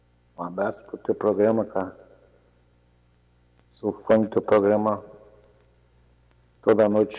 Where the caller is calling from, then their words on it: Pará, Brazil; Eu sou remista, mas sou paraense